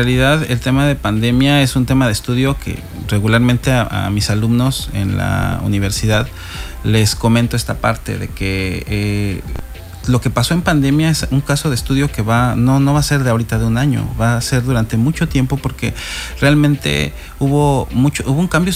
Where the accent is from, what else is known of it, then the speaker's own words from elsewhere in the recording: Mexico City, Mexico; now in Cancún, Mexico; Bueno, vienes de Ciudad de México, paisana, yo también soy de Ciudad de México.